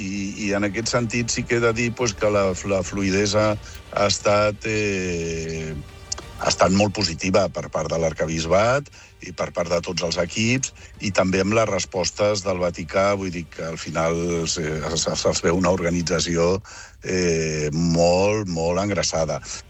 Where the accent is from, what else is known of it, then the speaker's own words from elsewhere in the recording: Barcelona, Catalonia, Spain; com a ciutadans de Barcelona, com a catalans